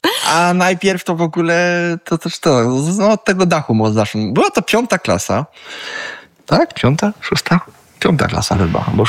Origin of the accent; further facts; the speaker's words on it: Silesian Voivodeship, Poland; Ja pochodzę ze Śląska, przecież mianowicie śląskich i w Sosnowcu było przedszkole